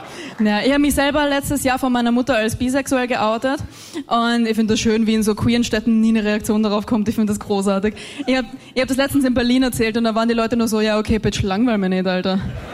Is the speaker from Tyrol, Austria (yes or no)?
no; Vienna, Austria; dazu zu sagen, dass ich aus Österreich komme, weil man hört es, glaube ich, nicht so raus, ne? Na, ich komme aus Wien